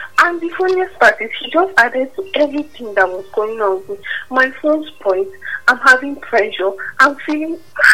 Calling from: Calabar, Cross River, Nigeria; calling from Calabar.

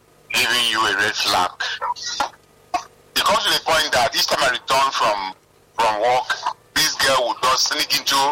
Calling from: Calabar, Cross River, Nigeria; All right, I'm calling you from Calabar.

